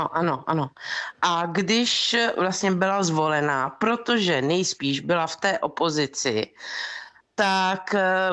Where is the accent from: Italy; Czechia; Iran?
Italy; Bari, Apulia; slavila to v Bari, což je moje město.